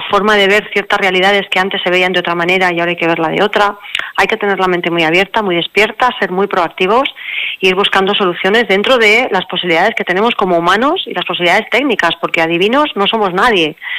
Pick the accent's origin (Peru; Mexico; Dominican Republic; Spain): Spain; yo, que soy de San Vicente, no conocía esta realidad?